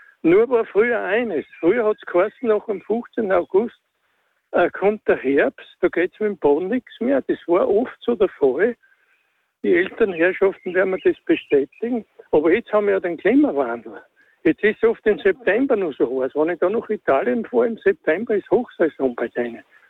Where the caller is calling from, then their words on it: Upper Austria, Austria; ich rufe aus Oberösterreich an. Ich habe 1972 maturiert.